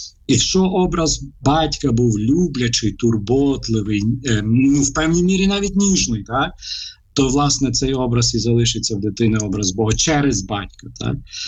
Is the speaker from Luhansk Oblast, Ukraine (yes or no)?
no; Lviv, Lviv Oblast, Ukraine; я зростав у Львові